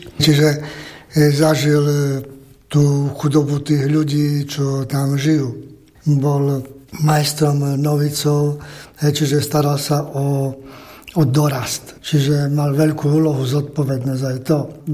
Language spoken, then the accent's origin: Slovak; Zemplín, Slovakia; Ja som zo Zemplína